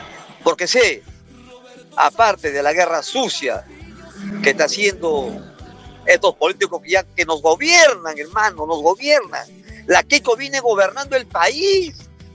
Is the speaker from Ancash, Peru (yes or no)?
yes; Nuevo Chimbote, Ancash, Peru; le digo a mi pueblo de Nuevo Chimbote y a Chimbote